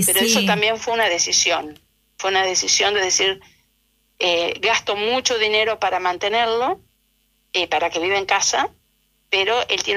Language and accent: Spanish; Trenque Lauquen, Buenos Aires Province, Argentina; Yo soy de Trenquelauquen, que en la provincia de Buenos Aires, y un pueblito más chiquito que se llama América, Rivadavia.